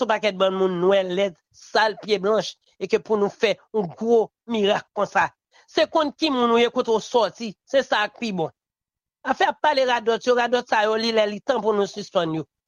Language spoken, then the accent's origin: French; Haiti